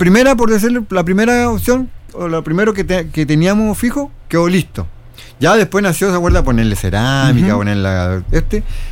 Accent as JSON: {"language": "Spanish", "town": "Juan López", "region": "Antofagasta", "country": "Chile", "tie": "born or raised there", "said": "yo llevo 11 años en Juan López, pero yo crecí en Juan López."}